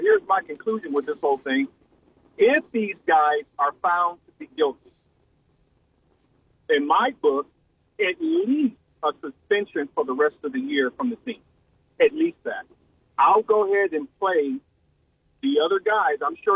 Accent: Glendale, United States; I grew up around the Glendale area. I did not attend the school.

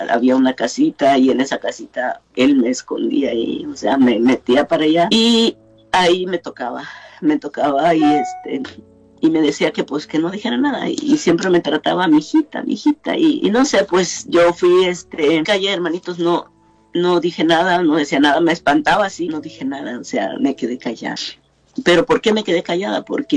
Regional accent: Acapulco, Guerrero, Mexico; Soy de Acapulco, Guerrero, de un pueblito que se llama Ejido Nuevo.

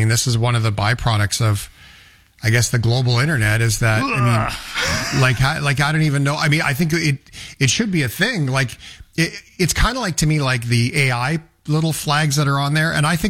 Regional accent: Canada; I think that's kind of what I meant when I said, like, as a Canadian, my experience of it.

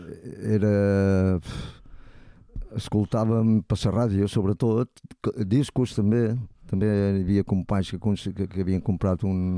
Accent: Ferreries, Balearic Islands, Spain; moved away; also born or lived in Mahón; Jo som de Ferreries, uh-huh, però després vaig anar a viure a Mó

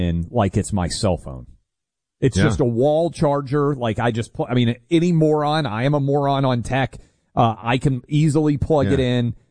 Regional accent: Tennessee, United States; But if 20 people die in my home state of Tennessee every day

